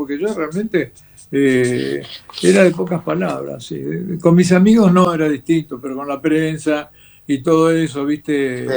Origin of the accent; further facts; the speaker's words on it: Buenos Aires, Argentina; Y yo nací en Palermo, nací en Coronel Díaz y Mansilla.